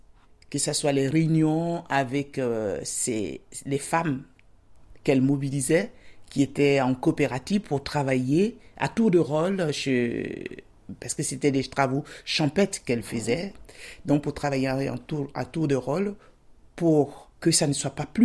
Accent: Tiassalé, Agnéby-Tiassa, Côte d’Ivoire; now in Besançon, France; On a Thiessalé, qui est ma ville natale d'ailleurs, et après mon village, qui est Emakonogaro. Et il n'est pas perdu parce qu'il fait plus de 10 000 habitants aujourd'hui.

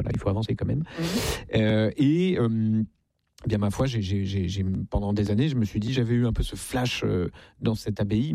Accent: Versailles, Île-de-France, France; born there

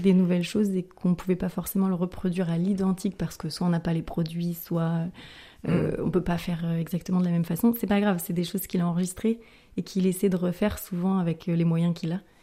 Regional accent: France

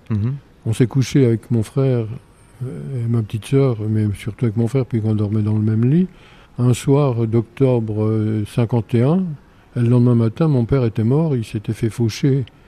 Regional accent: Jarny, Grand Est, France; Enfin, au départ, pas à Jarny, on a déménagé à Beuvillé, près d'Audin-le-Roman.

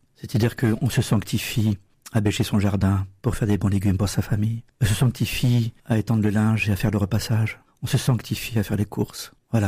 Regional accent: Limoges, Nouvelle-Aquitaine, France; Quand j'étais jeune à Limoges

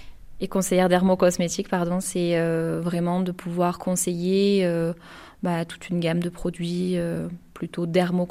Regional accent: Montpellier, Occitanie, France; Moi je suis roltaise, donc je suis née à Montpellier, j'ai toujours grandi dans le coin, on va dire. Après à Vennes, pourquoi ? Parce que mes parents sont des Hauts-Cantons, donc c'est vrai que j'ai toujours plus ou moins connu le coin.

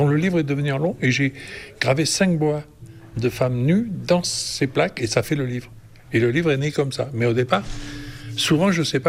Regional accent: Roquedur, Occitanie, France; Oui, je suis né dans les Cévennes, à Roquedur. j'habite à Roquedur. Et j'étais j'étais pas un... D'abord, on était à l'école de Roquedur, où on était 4-5.

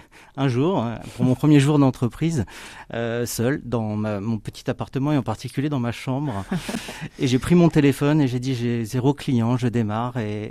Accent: Dieppe, Normandy, France; also born or lived in Rouen; Je suis natif de Dieppe, de famille rouennaise.

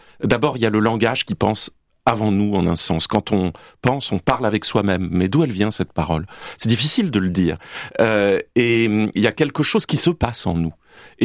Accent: Bordeaux, Nouvelle-Aquitaine, France; C'est parce que je suis bordelais, bien sûr

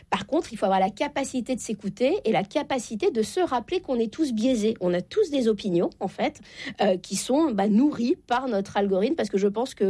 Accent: Normandy, France; Je viens de la Normandie.

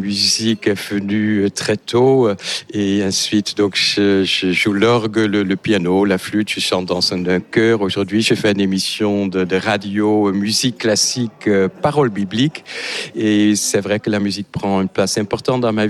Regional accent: Netherlands; French is a second language; moved away as an adult; also born or lived in Amsterdam; now in France; depuis les 35 ans que je suis en France. Je suis néerlandais et donc venu il y a 35 ans en France.

